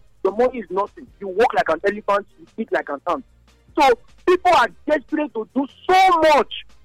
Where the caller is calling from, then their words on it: Nigeria; I'm calling you from Opalawan.